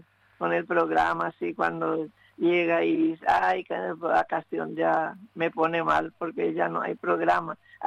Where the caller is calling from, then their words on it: Paraguay; yo soy de Paraguay.